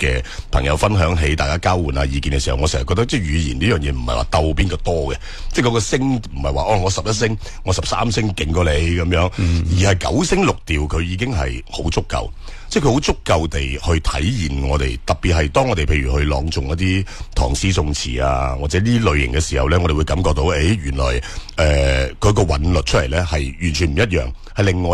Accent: Guangdong, China

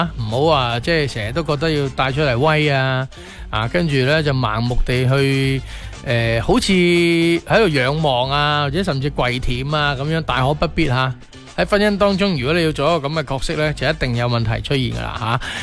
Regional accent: China; 真系我觉得智慧呢样嘢系嘛，我哋中国人嘅至高境界啊！

